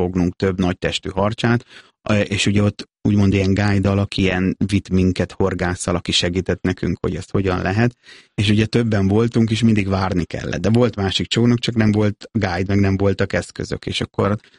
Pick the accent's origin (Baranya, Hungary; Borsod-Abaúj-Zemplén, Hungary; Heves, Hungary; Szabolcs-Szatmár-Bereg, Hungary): Szabolcs-Szatmár-Bereg, Hungary; Nyíregyháza; ott ugye nyíregyháziként Tiszalökre sokat jártunk ki